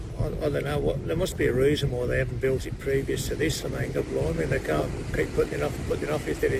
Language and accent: English; Perth, Western Australia, Australia